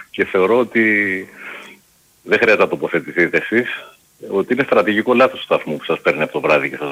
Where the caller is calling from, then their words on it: Athens, Attica, Greece; από Άνω Πατήσια.